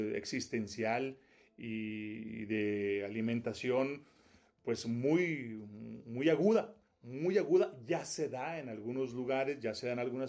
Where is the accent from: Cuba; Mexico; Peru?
Mexico; Valle de Zaragoza, Chihuahua; born there; now in Ciudad Camargo, Mexico; paisano de mi tierra, de la tierra que me vio nacer, Valle de Zaragoza.